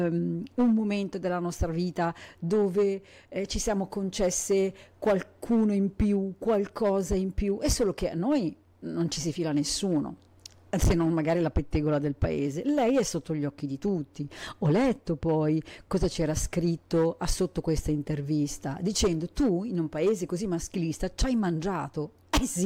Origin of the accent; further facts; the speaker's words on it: Argentina; sono argentina, sono una migrante, sono solo triste